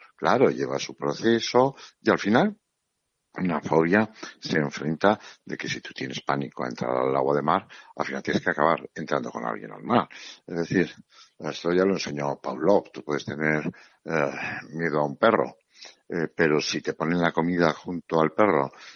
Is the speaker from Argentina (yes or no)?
no; Navarre, Spain; born there; yo que nací en Navarra y he corrido encierros